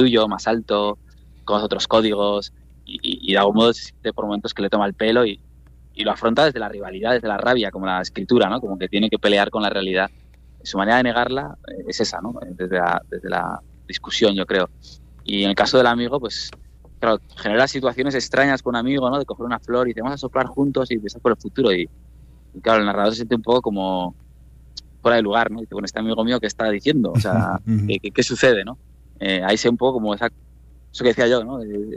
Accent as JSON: {"language": "Spanish", "town": "Pamplona", "region": "Navarre", "country": "Spain", "also_born_or_lived": "Córdoba / Prague", "moved": "as an adult", "said": "Yo viví en Pamplona, porque soy de Pamplona, me fui a vivir a Córdoba con una beca en la Fundación Antonio Gala"}